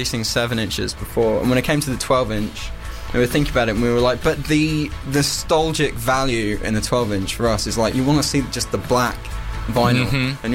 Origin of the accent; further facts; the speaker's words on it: Richmond, London, United Kingdom; In Richmond, in London.